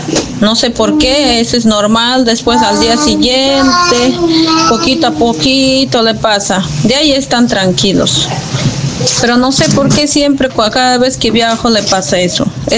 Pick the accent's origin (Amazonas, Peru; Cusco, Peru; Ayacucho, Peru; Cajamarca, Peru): Cusco, Peru; Acomayo; moved away; Y después de llegar a Cusco, viajo 2 horas más a mi pueblo que queda, a Comayo.